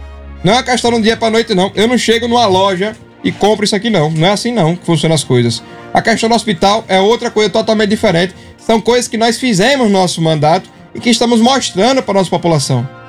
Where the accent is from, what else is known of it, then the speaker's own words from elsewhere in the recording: Itabaiana, Sergipe, Brazil; Porque lá foi onde eu nasci, lá onde eu me criei.